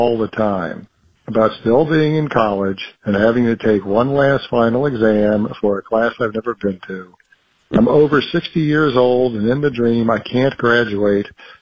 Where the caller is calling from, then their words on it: Washington, District of Columbia, United States; since I live in Washington, D.C.